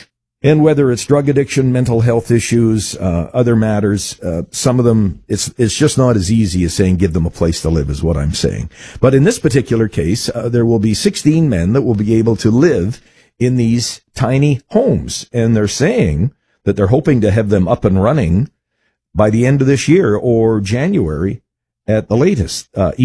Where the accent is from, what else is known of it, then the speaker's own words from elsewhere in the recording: the Prairies, Canada; as a kid growing up in a small prairie town, population in my hometown in the early 60s would have been about 120 people